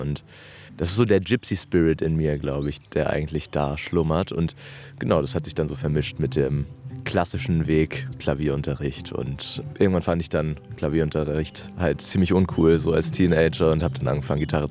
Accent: Flensburg, Schleswig-Holstein, Germany; Also ich komme ja aus Flensburg, Selina kommt aus Köln.

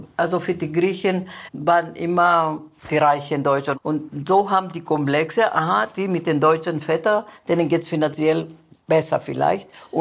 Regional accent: Munich, Bavaria, Germany; Also meine Heimat ist München, ich fühle mich als Münchnerin und mein Dorf, wo ich geboren bin.

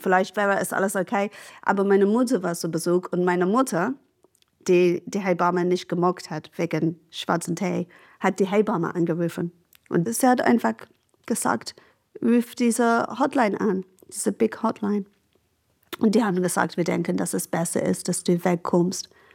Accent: England, United Kingdom; German is a second language; now in Germany; als Engländerin mit NHS-Sozialisierung

